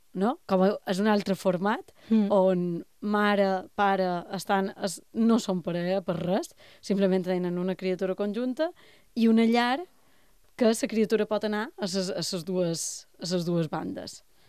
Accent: Balearic Islands, Spain; I com que ho tenia molt clar, era com, som mallorquina, però un moment, jo faig Papa Noel

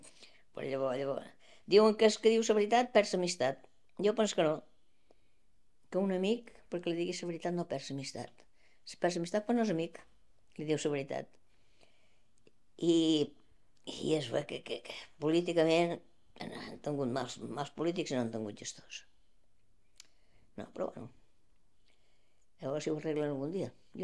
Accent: Balearic Islands, Spain; born there; Jo, de Menorca, jo he nascut a Menorca, però a mi m'ha agradat molt tot el Louis Vicent.

